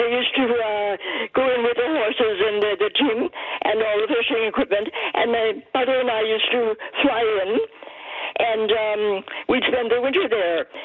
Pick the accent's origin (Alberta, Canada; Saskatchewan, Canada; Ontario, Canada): Saskatchewan, Canada; now in Innisfail, Canada; I'm from Northern Saskatchewan, and my father was a fisherman up there on Dory Lake.